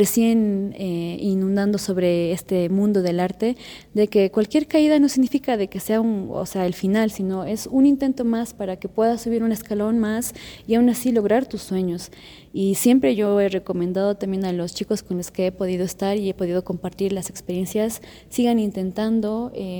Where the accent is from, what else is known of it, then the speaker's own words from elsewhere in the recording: Bolivia; nosotros como bolivianos tenemos el deber también de poder rescatar nuestra cultura